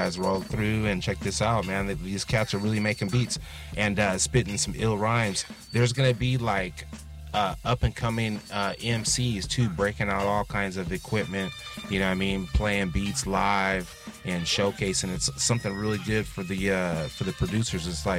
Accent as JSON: {"language": "English", "region": "California", "country": "United States", "said": "I'm from California."}